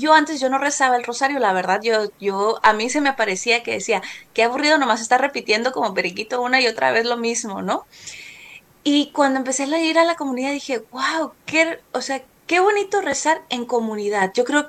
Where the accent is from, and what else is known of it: Mexico City, Mexico; born there